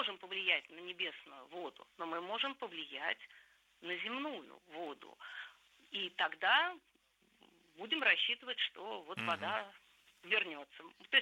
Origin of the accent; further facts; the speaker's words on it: Moscow, Russia; я москвичка